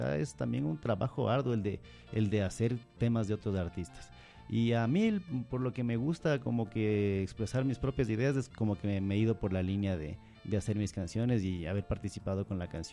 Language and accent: Spanish; Quito, Pichincha, Ecuador; la ciudad de Quito, de lo que somos los quiteños